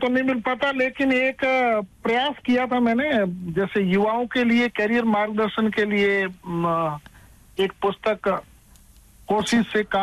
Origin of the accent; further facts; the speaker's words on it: Rajasthan, India; also born or lived in Barmer; मैं भी वैसे ही एक साधारण किसान परिवार से हूँ, मैंने प्राइमरी शिक्षा है वो मेरे गाँव आठमा से की और उसके बाद में मैंने 6वीं 7वीं मेरे ननियाल शिवकर से और फिर 8वीं मैंने सियाणी से, जो हमारे पास में गाँव है वहां से